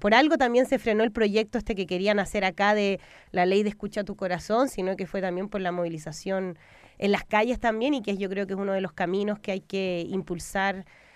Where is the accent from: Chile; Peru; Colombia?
Chile